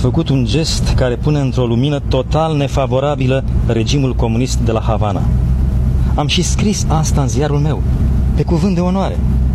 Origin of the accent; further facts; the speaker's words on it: Romania; now in United States; Din România, v-am mai spus. Am venit în America acum 8 ani, după 5 luni și jumătate petrecute într-un lagăr